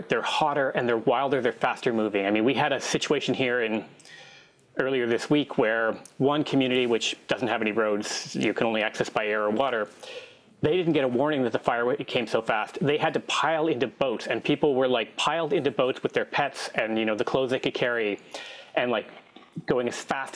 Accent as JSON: {"language": "English", "country": "Canada", "tie": "born or raised there", "said": "Growing up in Canada, never happened"}